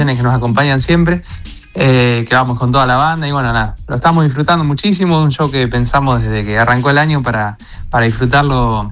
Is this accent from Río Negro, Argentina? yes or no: no; San Pedro, Buenos Aires Province, Argentina; yo de San Pedro, un campanenso, un sanpedrino, campedrinos dijimos.